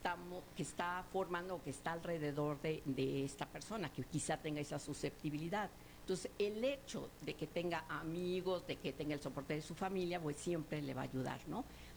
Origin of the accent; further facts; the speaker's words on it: Mexico; la gran mayoría somos mestizos mexicanos.